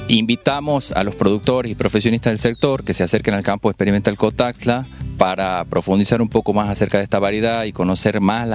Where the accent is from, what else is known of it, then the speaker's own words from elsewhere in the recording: Argentina; moved away as an adult; also born or lived in Xalapa, Mexico; now in Veracruz, Mexico; yo soy argentino y por azares del destino llegué a Veracruz a hacer investigación.